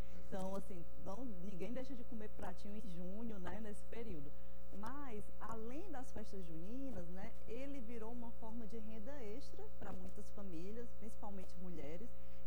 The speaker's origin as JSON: {"language": "Portuguese", "town": "Fortaleza", "region": "Ceará", "country": "Brazil", "tie": "born or raised there", "said": "Eu nasci no Conjunto Ceará, mas cresci na Maraponga."}